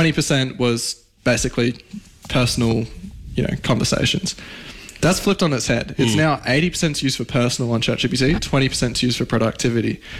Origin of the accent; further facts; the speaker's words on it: Australia; And us as an Australian gets absolutely nothing in return.